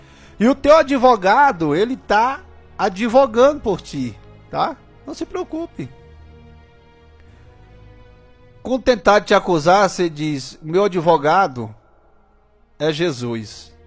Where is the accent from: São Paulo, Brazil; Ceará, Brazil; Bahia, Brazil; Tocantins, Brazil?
Tocantins, Brazil; Uai! Falei igual mineiro agora, né? Apesar de ser goiano, né? Eu sou do natural do Tocantins, né?